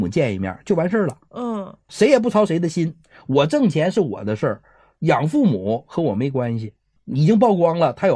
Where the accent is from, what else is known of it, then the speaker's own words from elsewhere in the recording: China; 我们中国人爱操心，